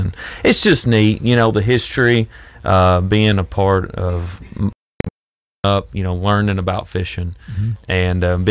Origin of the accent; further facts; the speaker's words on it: United States; I grew up on Kentucky Lake.